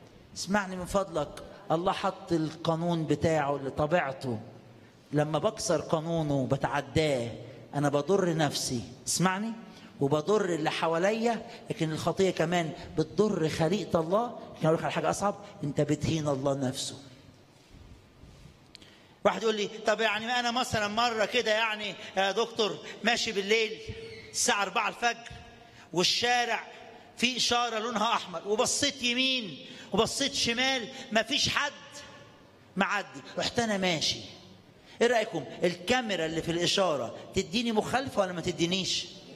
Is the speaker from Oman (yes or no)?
no; Egypt; انا بشكر رب عشان بلادنا مصر